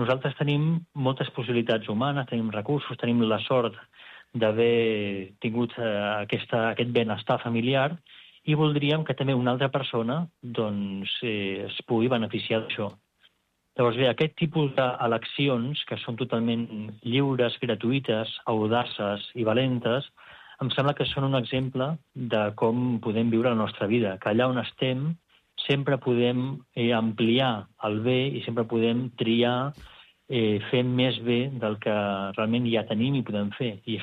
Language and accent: Catalan; Girona, Catalonia, Spain; moved away as an adult; now in Rome, Italy; Doncs, mira, jo he passat la meva infància i adolescència i joventut a Girona, estudiant aquí a Girona, i amb la família també aquí a Girona